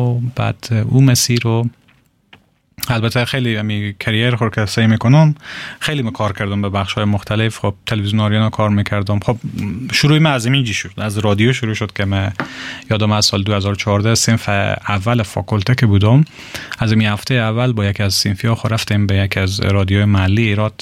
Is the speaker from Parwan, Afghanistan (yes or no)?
no; Herat, Afghanistan; در واقع در هرات بزرگ شدم، تولد شدم، مکتب در هرات خواندم و افتخار از داشتم که از لیسه انقلاب اسلامی هرات فارغ شدم